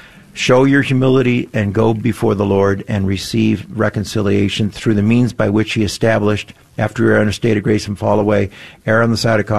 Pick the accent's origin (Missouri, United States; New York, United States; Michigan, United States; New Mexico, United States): Michigan, United States; Detroit; I'm from Detroit.